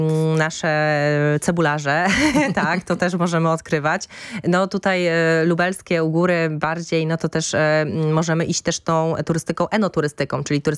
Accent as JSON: {"language": "Polish", "region": "Świętokrzyskie Voivodeship", "country": "Poland", "tie": "born or raised there", "said": "Czyli rodzinne strony. Tak, moje rodzinne strony"}